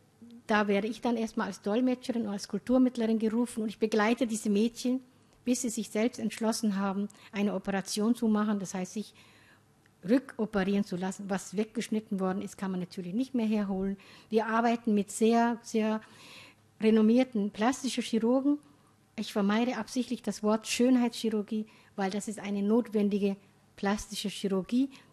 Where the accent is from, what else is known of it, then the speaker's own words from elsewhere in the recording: Somalia; Ich bin eine gebürtige Somalierin, alle Somalis sind Muslime, wir sind Sunniten. Ich bin mit der Religion aufgewachsen, die jeder anwenden konnte, wie er wollte.